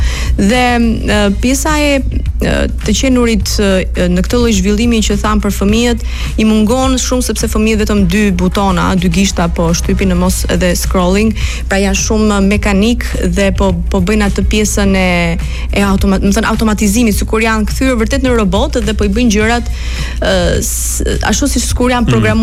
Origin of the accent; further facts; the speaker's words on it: Berat, Berat County, Albania; unë jam nga Berati.